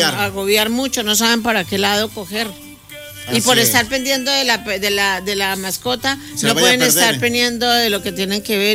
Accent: Colombia; yo soy colombiana

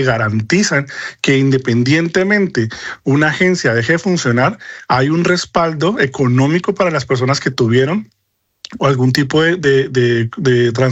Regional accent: Colombia; primero soy colombiano

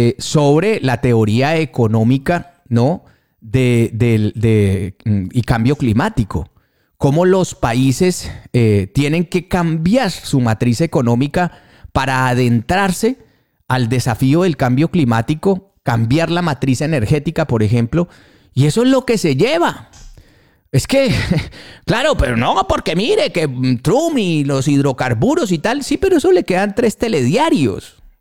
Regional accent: Colombia; a mí como ciudadano colombiano, pues no me hace daño

